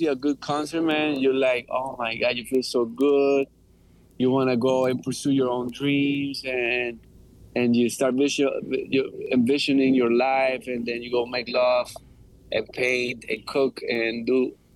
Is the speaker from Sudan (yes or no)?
no; Colombia; moved away; I come from Colombia